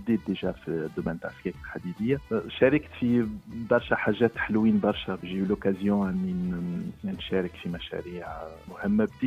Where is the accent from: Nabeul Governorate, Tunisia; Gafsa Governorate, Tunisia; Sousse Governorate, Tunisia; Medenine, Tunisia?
Gafsa Governorate, Tunisia; Gafsa; moved away as an adult; now in France; ولدت في قفصة، قريت الثانوي والابتدائي في قفصة، خطيت باك، ومن بعد جيت لفرنسا